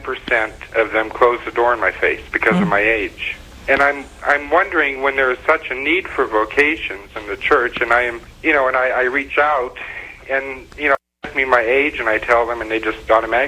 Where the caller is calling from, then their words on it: Pennsylvania, United States; I'm from Pennsylvania